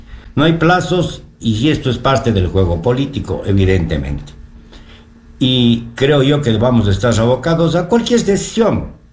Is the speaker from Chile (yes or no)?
no; Cuenca, Azuay, Ecuador; los que somos cuencanos